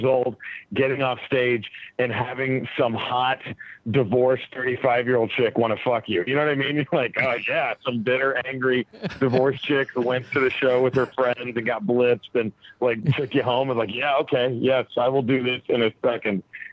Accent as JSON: {"language": "English", "town": "Dallas", "region": "Texas", "country": "United States", "tie": "born or raised there", "lives_now": "Los Angeles, United States", "said": "Dallas, Texas is my hometown. But I live in L.A. now."}